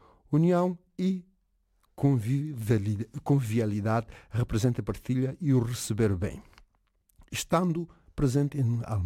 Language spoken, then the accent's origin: Portuguese; Cape Verde; born there; moved away; eu como nasci em Cabo Verde